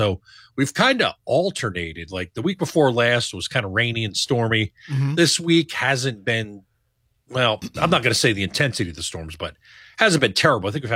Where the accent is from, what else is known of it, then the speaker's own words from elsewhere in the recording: Hudson Valley, New York, United States; moved away; back in my old neck of the woods up in the Hudson Valley, New York State, up near Albany.